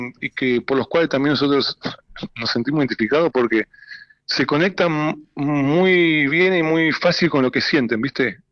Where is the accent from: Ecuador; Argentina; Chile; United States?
Argentina